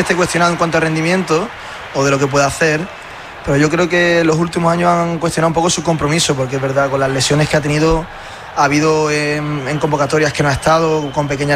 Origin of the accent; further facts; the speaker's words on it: Spain; la personalidad de los futbolistas es un poco diferente a lo mejor como somos los españoles o otros países así un poco más pasionales.